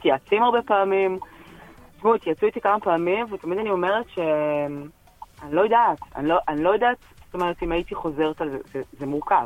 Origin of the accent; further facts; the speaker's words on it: Tel Aviv, Tel Aviv District, Israel; now in Jerusalem, Israel; כי תל אביבית במקור לגמרי.